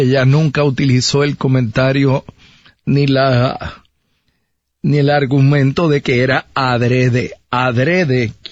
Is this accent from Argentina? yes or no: no; San Juan, Puerto Rico